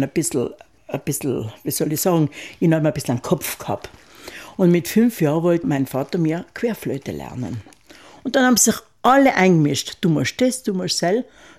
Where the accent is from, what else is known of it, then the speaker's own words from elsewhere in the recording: Kaltern, Trentino-Alto Adige, Italy; Deshalb bin ich auch in der Klinik geboren und nicht in Kaltern, wie es damals üblich war, in dem alten Spital hat es geheißen.